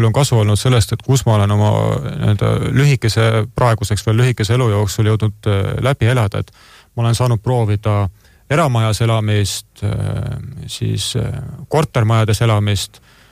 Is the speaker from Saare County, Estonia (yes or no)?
no; Tamsalu, Lääne-Viru County, Estonia; moved away; ma olen maalt pärit Lääne-Virumaalt väiksest linnast nagu Tamsalu